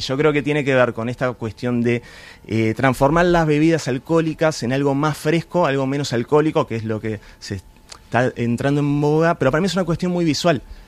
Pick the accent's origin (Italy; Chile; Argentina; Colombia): Italy; Montebelluna, Veneto; Soy de Montebelluna, que es una ciudad pequeña cerca de Treviso.